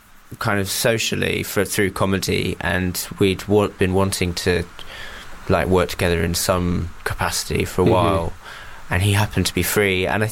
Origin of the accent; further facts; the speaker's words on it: England, United Kingdom; born there; also born or lived in Japan; I grew up in Japan till I was eight, and then mm-hmm. we moved to England.